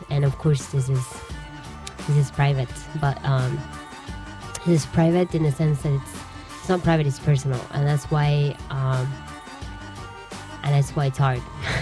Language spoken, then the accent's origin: English; Turin, Piedmont, Italy; is a classical Italian composer from Turin, actually, my hometown.